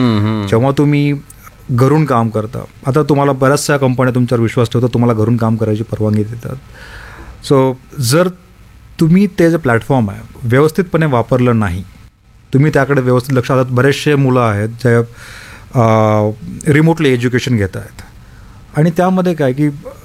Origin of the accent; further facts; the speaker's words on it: Latur, Maharashtra, India; moved away; also born or lived in Osmanabad; मी लातूरचं आहे.